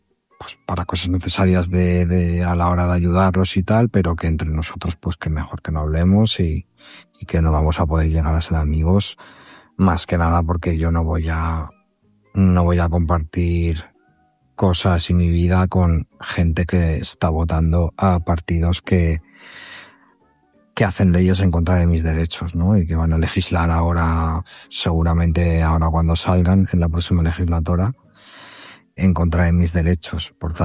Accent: Valencia, Valencian Community, Spain; somos tocayos. Soy de Valencia

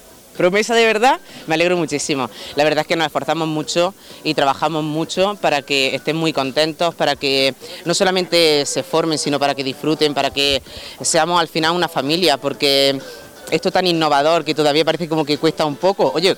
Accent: Villacarrillo, Andalusia, Spain; born there; moved away as an adult; yo estuve muchos años fuera, volví a mi tierra, a mis raíces, con mi familia, y donde tengo mi trabajo

